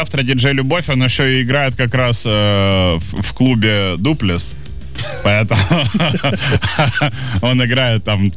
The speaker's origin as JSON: {"language": "Russian", "region": "Saint Petersburg", "country": "Russia", "said": "потому что я из Питера, и у нас сразу модные названия пошли."}